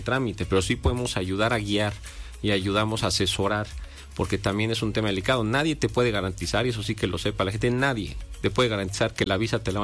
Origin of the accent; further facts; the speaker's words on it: Puebla, Mexico; poblanos.